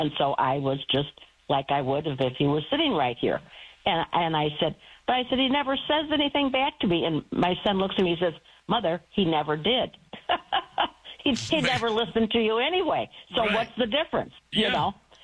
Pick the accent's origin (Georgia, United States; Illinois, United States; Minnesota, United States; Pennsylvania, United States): Illinois, United States; Chicago; accent: Chicago; moved away as an adult; now in Spring, Texas, United States; And as you probably can hear, I am not a born Texan. Everybody keeps telling me I still have my Chicago accent